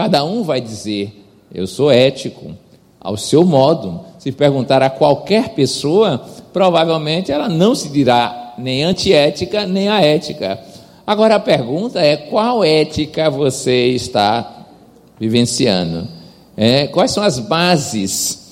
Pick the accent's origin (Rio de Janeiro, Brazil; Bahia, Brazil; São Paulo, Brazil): Bahia, Brazil; Serrinha; na cadeia da minha terra em Serrinha